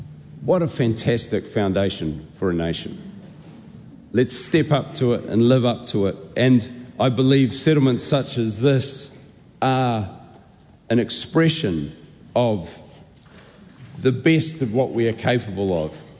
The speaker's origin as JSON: {"language": "English", "country": "New Zealand", "said": "being a New Zealander among the tangata whenua of Aotearoa."}